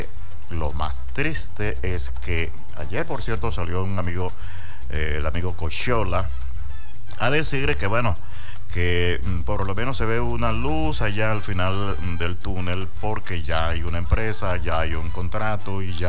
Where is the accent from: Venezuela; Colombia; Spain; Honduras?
Venezuela; los venezolanos estamos aquí pasando roncha